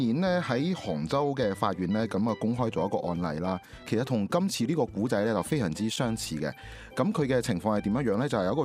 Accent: Guangdong, China; 我哋廣東人講嘅老作

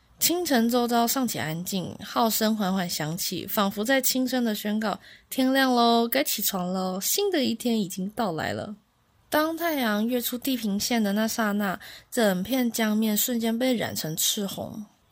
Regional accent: Taiwan; 对于我这个来自台湾的青年来说，这一趟奔赴它不只是一场旅行，更是一场跨越海峡去追寻祖国第一缕曙光的约定。

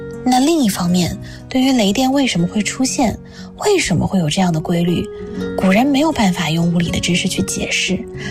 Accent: China

